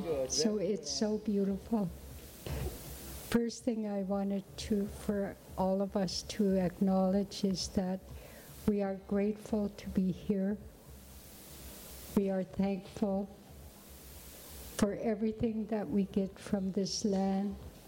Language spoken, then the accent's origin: English; Yukon, Canada; I'm from the Wolf Clan. All all my children and my great-grandchildren. They follow my lineage. In the Yukon, we're a matrilineal society